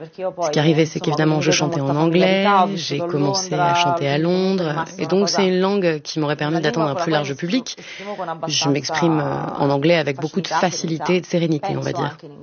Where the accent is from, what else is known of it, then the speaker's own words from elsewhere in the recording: Naples, Campania, Italy; first language Neapolitan; French is a second language; moved away; also born or lived in London; en anglais j'ai le contrôle, le napolitain me contrôle moi. C'est parce que c'est ma langue maternelle, évidemment, parce que quand on grandit, on est à Naples, on apprend le dialecte.